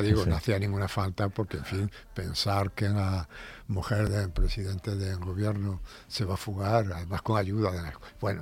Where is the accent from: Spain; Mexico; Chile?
Spain; la primera vez que yo salí de España, yo llegué a la frontera a pie